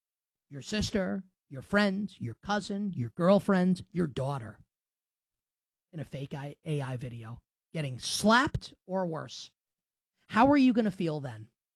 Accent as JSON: {"language": "English", "town": "New York City", "region": "New York", "country": "United States", "tie": "born or raised there"}